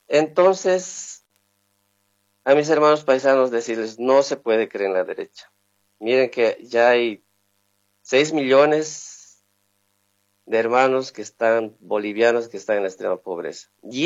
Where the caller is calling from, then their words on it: São Paulo, Brazil; le hablo de San Pablo, Brasil.